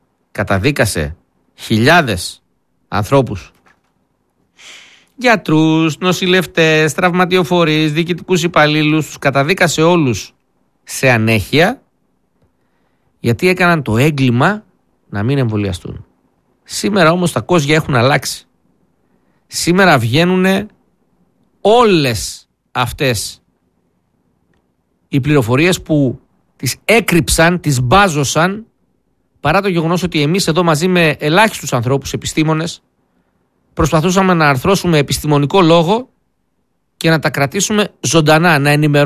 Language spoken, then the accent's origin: Greek; Pyrgos Dirou, Peloponnese, Greece; Αγωνιστικούς χαιρετισμούς στην πατρίδα μου, εκεί κάτω στη μακρινή Μάνη.